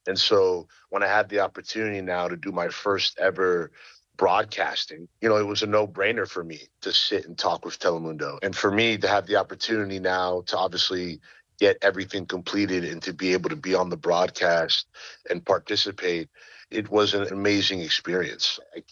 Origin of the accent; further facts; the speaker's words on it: Florida, United States; Obviously, you know, I grew up playing in South Florida. So, you know, Miami, Homestead, all these areas, Kendall, where it was heavy Spanish speaking.